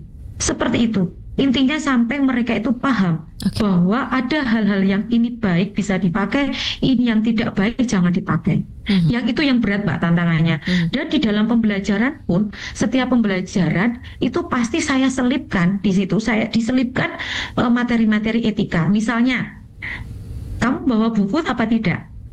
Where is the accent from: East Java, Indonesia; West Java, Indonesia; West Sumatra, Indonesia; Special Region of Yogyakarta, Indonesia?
East Java, Indonesia; accent: medok; Saya dari Jawa Timur ya, Pak Fauzi ya. Mungkin bahasa saya sedikit medok nanti kalau didengarkan.